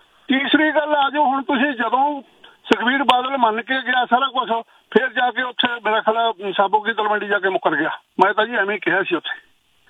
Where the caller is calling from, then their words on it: Canada; ਮੈਂ ਕੈਨੇਡਾ ਚ ਬੈਠਾ 30-35 ਸਾਲ ਤੋਂ ਜੀ ਇੱਥੇ